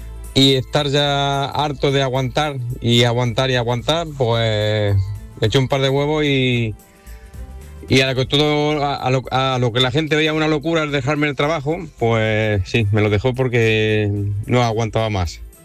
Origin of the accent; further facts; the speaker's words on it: San Luis de Sabinillas, Andalusia, Spain; de San Luis de Sabinillas.